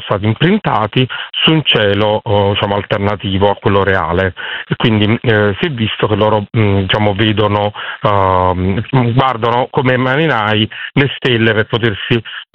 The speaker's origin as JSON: {"language": "Italian", "town": "Naples", "region": "Campania", "country": "Italy", "said": "la periferia di Napoli, perché sono napoletano"}